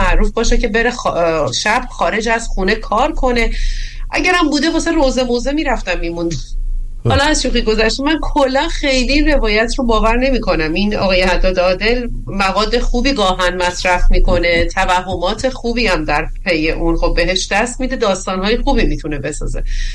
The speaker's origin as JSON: {"language": "Persian", "region": "Gilan", "country": "Iran", "said": "خب من دستمو گرفتم بالا، من گیلکم."}